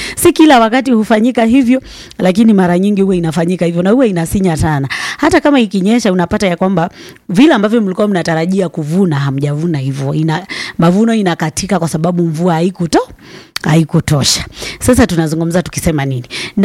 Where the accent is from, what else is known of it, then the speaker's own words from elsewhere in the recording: Ukambani, Kenya; Natokea maeneo ya Ukambani.